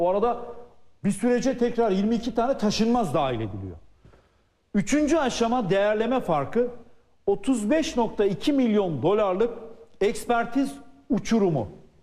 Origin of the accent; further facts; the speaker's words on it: Sakarya, Turkey; Ben Sakaryalıyım. Deprem kenti.